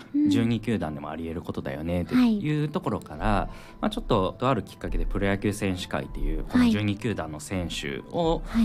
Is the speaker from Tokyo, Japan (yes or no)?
no; Mie, Japan; moved away; 僕の地元の三重の通ってところとかはそんなやってる人いなかったんで、